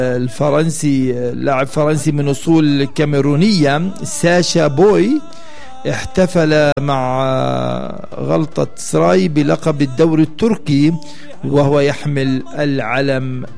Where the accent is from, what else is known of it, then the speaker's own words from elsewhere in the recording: Palestine; لكن هذا هو واقعنا كفلسطينيين.